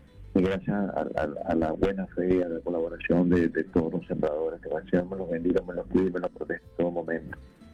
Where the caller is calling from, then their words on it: Utah, United States; Hablando de Serra Clara, desde Utah.